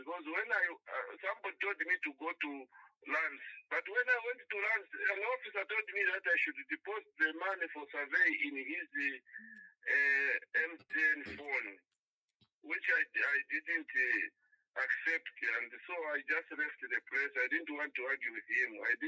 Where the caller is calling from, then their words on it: Ndola, Copperbelt, Zambia; I'm calling from Mundora.